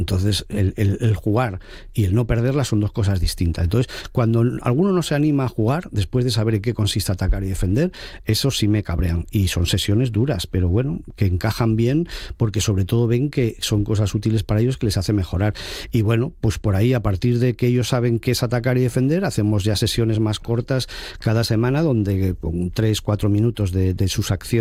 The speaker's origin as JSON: {"language": "Spanish", "region": "Asturias", "country": "Spain", "said": "Yo soy asturiano, además he estado en los dos clubs"}